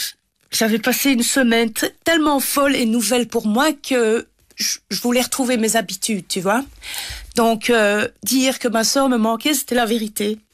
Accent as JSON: {"language": "French", "town": "Liège", "region": "Wallonia", "country": "Belgium", "said": "On vient de Liège, on est dans une petite ville."}